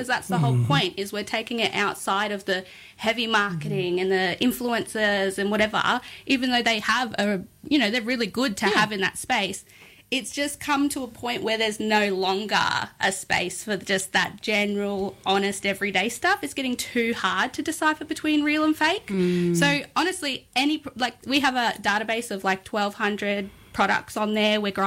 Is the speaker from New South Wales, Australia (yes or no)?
yes; New South Wales, Australia; now in Ipswich, Australia; I'm a Yuin woman with connections to South Coast, New South Wales, but live in Ipswich on Yuggera Yuggera Ngunnawal land and have done so for many, many years now. So that kind of is second home.